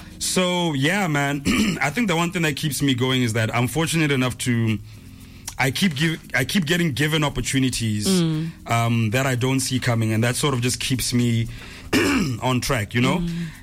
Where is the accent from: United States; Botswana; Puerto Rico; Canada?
Botswana; Selebi-Phikwe; moved away; I grew up in Pico.